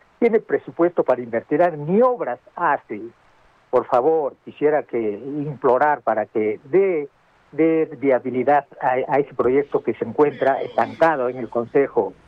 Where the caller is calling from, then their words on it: Cerro Colorado, Arequipa, Peru; soy un poblador de Cerro Colorado, exclusivamente del sector de Pachacutes.